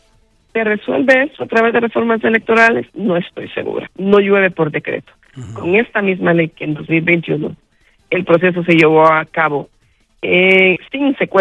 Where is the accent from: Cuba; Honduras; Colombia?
Honduras; nosotros como hondureños hemos vivido la experiencia de tener representaciones de partidos.